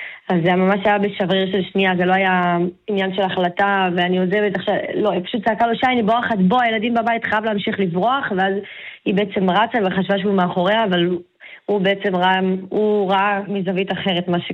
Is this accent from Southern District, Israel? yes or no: no; Ahuzat Barak, Northern District, Israel; אנחנו מהצפון, פה מאזור בית קשת, אפולה, אחוזת ברק אנחנו